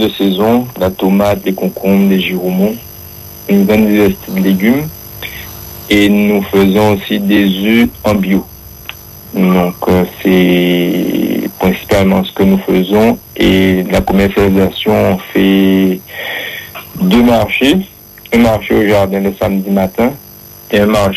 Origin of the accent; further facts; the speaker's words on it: Les Abymes, Guadeloupe; moi, en fait, je suis originaire des Grands Fonds des Abîmes.